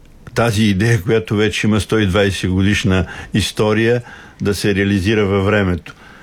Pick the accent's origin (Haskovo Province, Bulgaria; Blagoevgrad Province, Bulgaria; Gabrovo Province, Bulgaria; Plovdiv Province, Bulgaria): Plovdiv Province, Bulgaria; Plovdiv; Аз съм от Пловдив, пътувах си редовно всяка седмица.